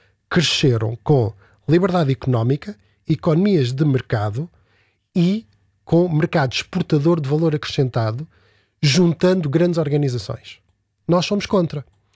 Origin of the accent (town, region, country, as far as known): Canada; born or raised there